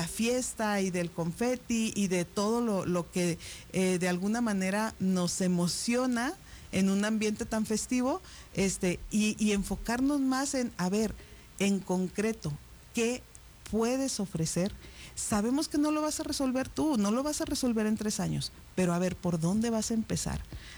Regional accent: Guadalajara, Jalisco, Mexico; now in Ciudad Juárez, Mexico; yo soy de Guadalajara. Guadalajara es una ciudad en la que llueve mucho, llueve buena parte del año.

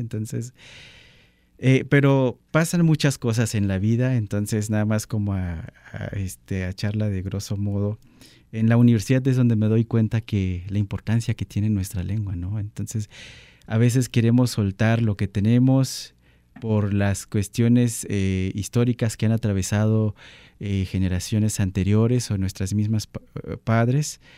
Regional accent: Tierra Colorada, Mexico; first language Tepehua (Limasipi); Spanish is a second language; en Tierra Colorada donde nací, la escuela primaria Ignacio López Rayón

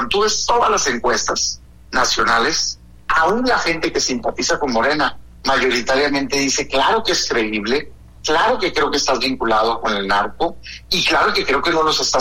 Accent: Mexico; Pues yo como mexicano les digo, yo no siento que estén violando mi soberanía.

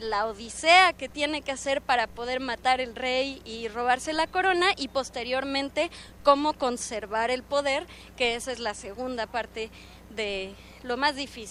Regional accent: Mexico City, Mexico; Yo vengo de Ciudad de México, igual que mi compañera Valeria.

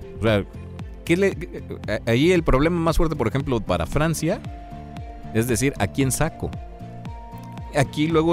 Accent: Mexico; Pues México, nos gusta hacerlas de emoción, no de embalde somos la tierra de las telenovelas.

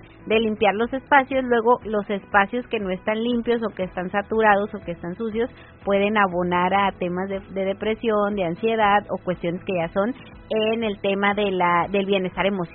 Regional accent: Mexico

